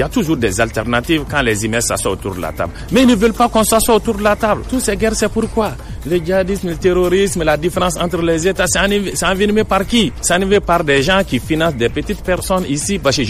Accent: Sikasso, Mali; Moi, je suis du Folona au Mali. Une partie de moi est Côte d'Ivoire, une partie de moi est Burkina.

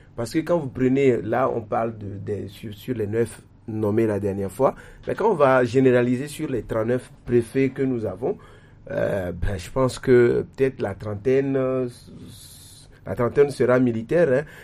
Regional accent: Togo; en tant que Togolais

